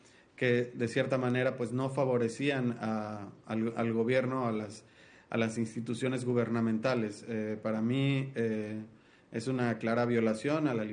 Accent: Veracruz, Mexico; En el caso de Veracruz, de donde yo soy

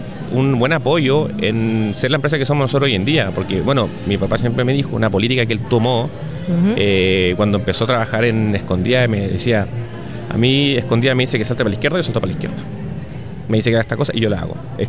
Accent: Molina, Maule, Chile; now in Antofagasta, Chile; Ellos son originarios de Molina, nosotros somos de esa zona. Y mis papás vinieron a trabajar en Antofagasta

